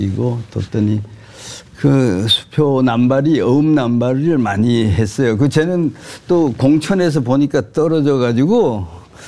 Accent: Taebaek, Gangwon, South Korea; born or raised there

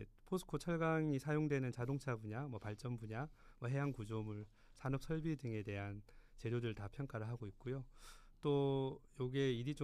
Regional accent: Busan, South Korea; now in Pohang, South Korea; 원래 고향은 부산입니다.

